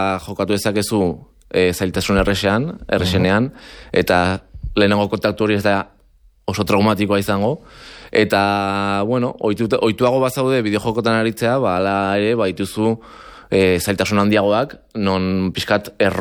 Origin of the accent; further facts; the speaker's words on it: Basque Country, Spain; Azkenean, bueno, ni euskalduna naiz